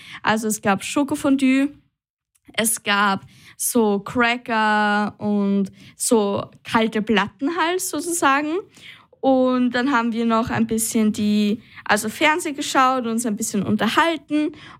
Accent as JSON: {"language": "German", "region": "Burgenland", "country": "Austria", "said": "aber bei uns zu Hause im Burgenland, da treffen wir uns immer mit Familie, machen halt so eine Ostereiersuche."}